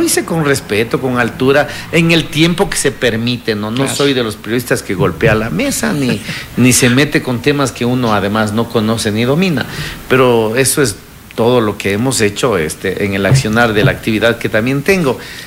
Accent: Quito, Pichincha, Ecuador; born there; Yo no soy quiteño, pero a los 8 o 9 años de edad, desde ahí viví en San Roque, y a la mayoría de edad me fui a depositar mis primeros votos y siempre he votado ahí.

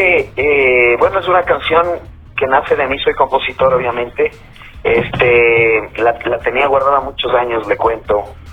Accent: Otavalo, Imbabura, Ecuador; also born or lived in Ibarra, Ecuador; Yo nací en Ibarra, pero toda mi vida he vivido acá en San Rafael, en Otavalo.

